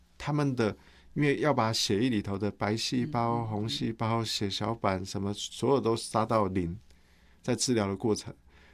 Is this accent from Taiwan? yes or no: yes; Taiwan